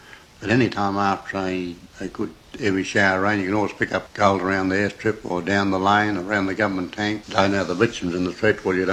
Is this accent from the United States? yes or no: no; Australia; born there; also born or lived in Queensland; when I was born in Tipperborough, I went up into Queensland around Harrowbury, Cadilla Downs, and up around Batuta. I worked down, I come back to a property out west of here named Walker. With my dad, I stayed there for quite a number of years, 25 years, something.